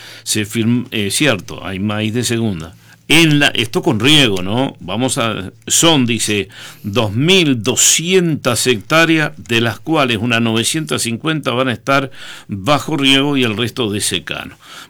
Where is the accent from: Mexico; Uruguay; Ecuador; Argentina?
Uruguay